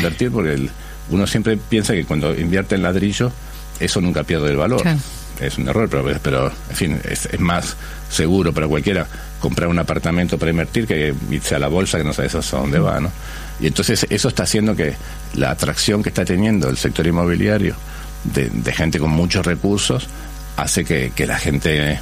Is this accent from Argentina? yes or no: yes; Argentina; porque claro, somos argentinos, a veces me hablan, ¿no?